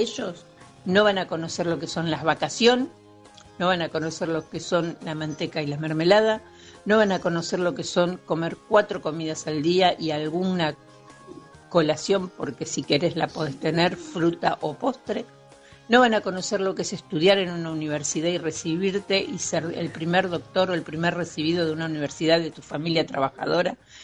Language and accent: Spanish; Argentina; estoy comiendo unas tostadas con manteca y dulce de leche, porque soy argentina.